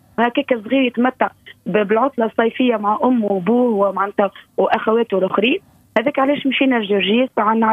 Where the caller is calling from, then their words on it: Sousse, Sousse Governorate, Tunisia; أنا توا من سوسة.